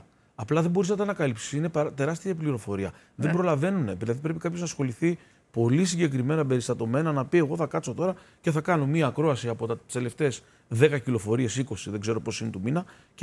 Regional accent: Tashkent, Uzbekistan; now in Greece; Όταν ήρθαμε λοιπόν από την Τασκένδη, αυτά που ήρθαμε μαζί μας, από όλα τα υπάρχοντα που μπορούσαμε να φέρουμε, ήταν δύο πιάνα.

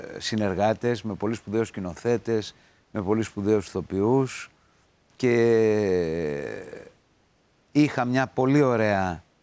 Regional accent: Greece; born there; είμαι γεννημένος στην Ελλάδα.

